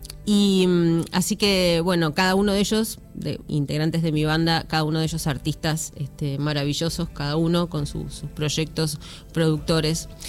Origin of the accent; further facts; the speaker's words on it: Argentina; el momento que estemos atravesando nosotros como argentinos